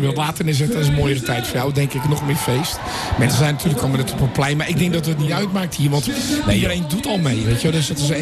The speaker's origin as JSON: {"language": "Dutch", "town": "Noordwijk", "region": "South Holland", "country": "Netherlands", "said": "En ik kom zelf uit Noordwijk, aan de kust."}